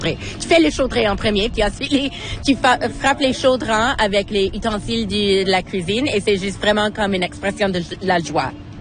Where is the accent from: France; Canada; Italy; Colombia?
Canada; now in Moncton, Canada; je suis Acadienne. Je suis à Moncton et je suis ici il y a maintenant 8 ans.